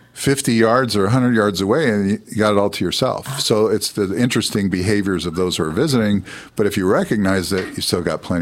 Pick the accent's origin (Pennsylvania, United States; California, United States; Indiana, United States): Indiana, United States; Indianapolis; moved away; I come from Indianapolis, so with 2 million people and counting, that area is growing. Mm-hmm. Central Indiana is growing.